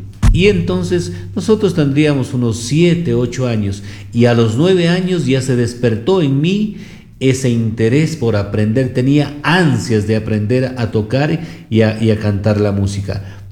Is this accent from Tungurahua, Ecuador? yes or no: no; Gonzanamá, Loja, Ecuador; now in Loja, Ecuador; Gonzanamá. Ahí vive aún mi mamacita. Vivimos con toda mi familia, pues hasta que yo tuve 12 años y vine a estudiar en Loja. Y desde el 1981 vivo aquí en Loja, así que vivo ya 45 años aquí en Loja